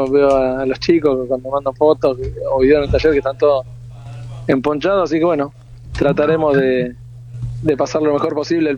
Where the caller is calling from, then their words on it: Argentina; acá somos todos argentinos